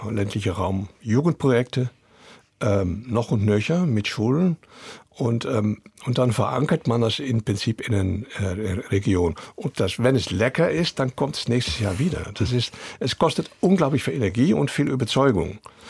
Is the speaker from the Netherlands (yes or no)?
yes; Netherlands; German is a second language; now in Germany; als Holländer